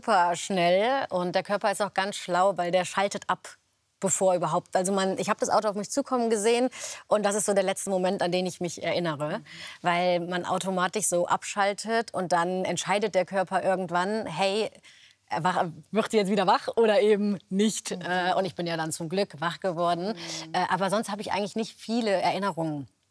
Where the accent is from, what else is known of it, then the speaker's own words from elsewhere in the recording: Cologne, North Rhine-Westphalia, Germany; born there; weil ich bin gebürtige Kölnerin, meine Familie, meine Freunde sind alle aus Köln.